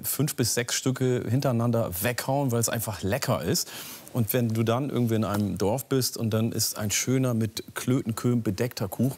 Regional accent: Oromia, Ethiopia; also born or lived in Kenya; now in Germany; ich bin ja in Äthiopien aufgewachsen, in Oromia.

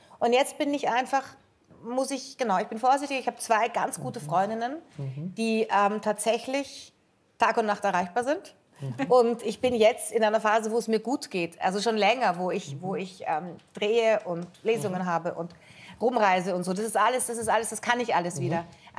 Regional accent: Northern Germany, Germany; Ich bin aus Norddeutschland. Da sagt man das. Der Alte, die Alte.

